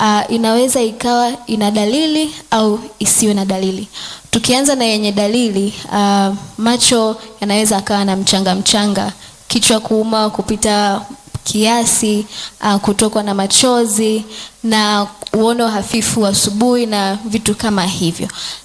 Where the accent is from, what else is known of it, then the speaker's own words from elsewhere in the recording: Morogoro, Tanzania; Mimi nimetokea Morogoro.